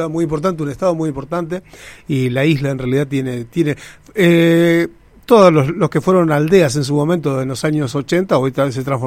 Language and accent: Spanish; Argentina